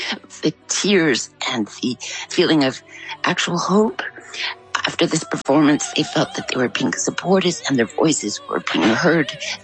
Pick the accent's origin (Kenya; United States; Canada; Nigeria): Canada; born or raised there